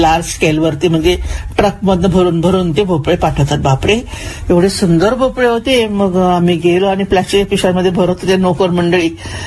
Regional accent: Kapadne, Maharashtra, India; आमच्या खानदेशात धुळ्याजवळ आमचं गाव आहे छोटस कापडणे नावाचं खेड

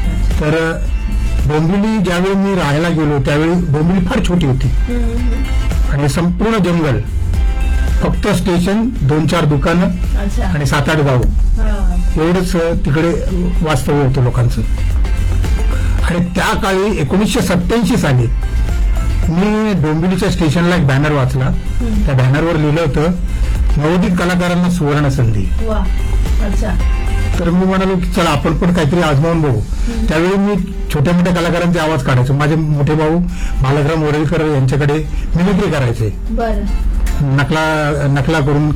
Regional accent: Mumbai, Maharashtra, India; मी आधी मुंबईत राहायचो. वरील कोळीवाडा हे माझं गाव, आणि कोळीवाडा म्हटलं की संपूर्ण कोळ्यांचं गाव आहे ते.

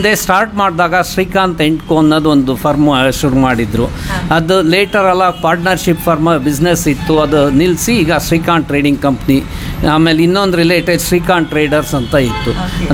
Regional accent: Shivamogga, Karnataka, India; ನಾನು ಹುಟ್ಟಿದ್ದು ಶಿವಮೊಗ್ಗದಲ್ಲಿ 1974. ಆಮೇಲೆ ಈ ಓದಿರೋದೆಲ್ಲ ಶಿವಮೊಗ್ಗ ಸಿಟಿಲೇ.

